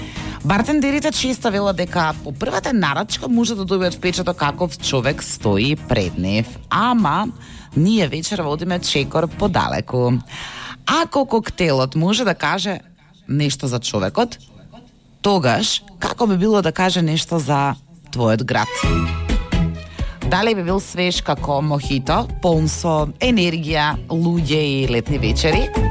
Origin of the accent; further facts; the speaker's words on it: Kumanovo, Northeastern, North Macedonia; мојот роден град Куманово е таков